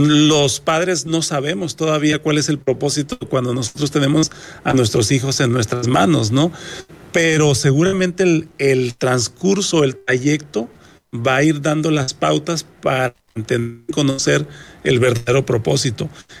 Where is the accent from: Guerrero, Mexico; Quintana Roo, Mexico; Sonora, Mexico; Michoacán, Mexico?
Michoacán, Mexico; Uruapan; now in Monterrey, Mexico; naciendo en el estado de Michoacán. Soy originario de Uruapan, Michoacán